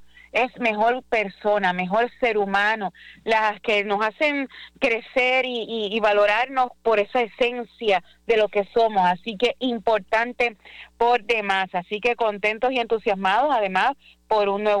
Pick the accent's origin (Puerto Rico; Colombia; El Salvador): Puerto Rico